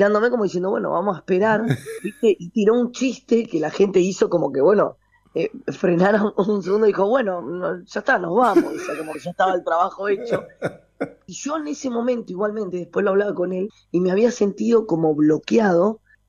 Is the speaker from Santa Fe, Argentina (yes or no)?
no; Chascomús, Buenos Aires Province, Argentina; born or raised there; moved away